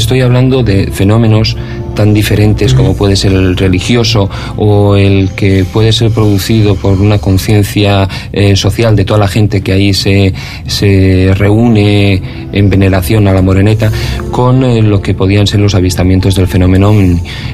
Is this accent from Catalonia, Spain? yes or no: yes; Barcelona, Catalonia, Spain; nací en esa tierra, nací en Barcelona y durante mi infancia pues estuve mucho por allí. Para nosotros, y entre comillas me refiero, aunque me considero ciudadano del mundo, pero para nosotros los catalanes